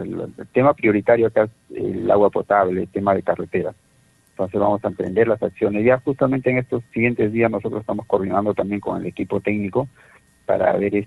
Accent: Salpo, La Libertad, Peru; estoy muy agradecido de mi pueblo de Salpo

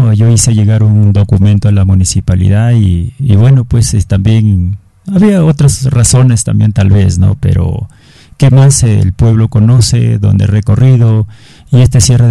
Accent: Mache, La Libertad, Peru; me dirijo a mi pueblo de Mache porque me siento machino, realmente de un caserío muy pequeño que se llama Loma Linda

